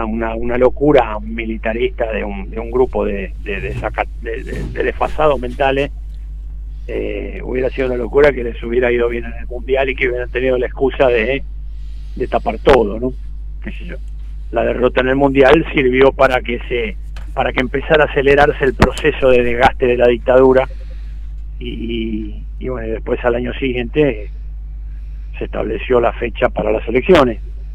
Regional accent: Argentina; Como los argentinos somos bastante exitistas

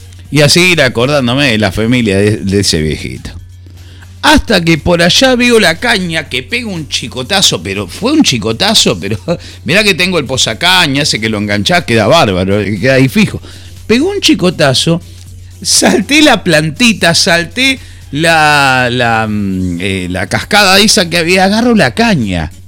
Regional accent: General Rodríguez, Buenos Aires Province, Argentina; soy de General Rodríguez. Ah, mirá vos. Sí, allá por Luján

